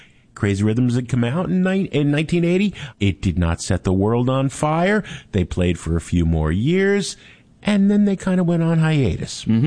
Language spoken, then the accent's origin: English; Jersey City, New Jersey, United States; also born or lived in Hoboken; So I grew up in Jersey City and Hoboken.